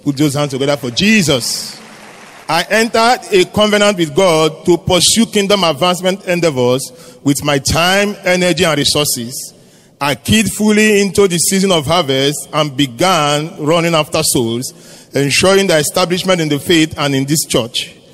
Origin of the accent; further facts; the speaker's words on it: Lafia, Nasarawa, Nigeria; In May 2022, I traveled with my family to my hometown in Lafia.